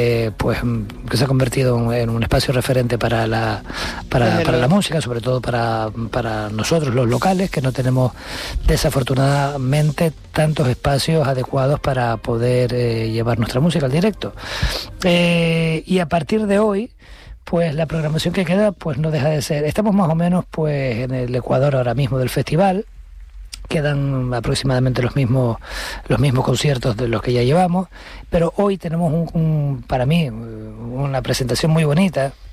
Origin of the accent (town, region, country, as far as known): Canary Islands, Spain